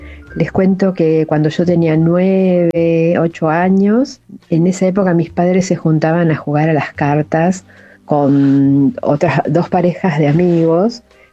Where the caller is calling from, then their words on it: José Mármol, Buenos Aires Province, Argentina; vivo en Mármol.